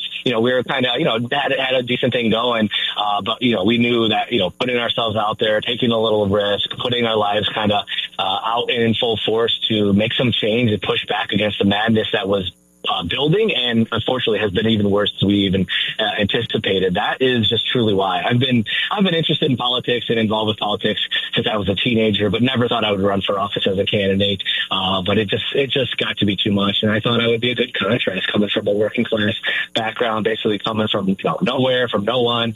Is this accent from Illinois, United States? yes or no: yes; Rockford, Illinois, United States; I am from the Rockford area, so lived a little bit all over Winnebago County, but both my parents are from the west side of Rockford, working class people.